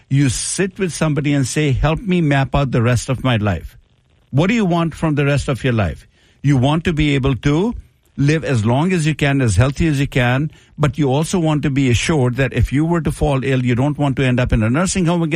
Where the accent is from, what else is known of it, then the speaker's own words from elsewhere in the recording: India; now in United States; I'm from India. My wife is from Spokane.